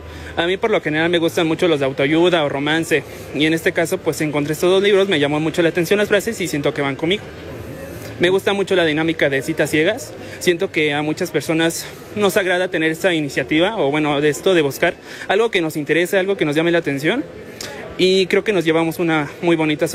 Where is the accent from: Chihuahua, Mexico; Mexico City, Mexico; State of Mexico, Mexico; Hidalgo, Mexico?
Hidalgo, Mexico; Zempoala; Ah, claro, yo vengo del municipio de Zempoala.